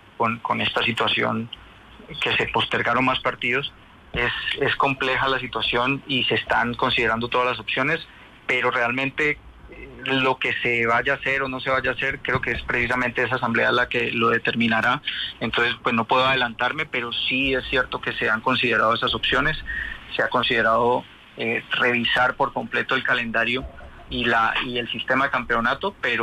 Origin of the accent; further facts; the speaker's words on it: Valle del Cauca, Colombia; que sea el volver a hermanarnos como ciudadanos, como vallecaucanos, como colombianos, y que una camiseta no nos divida.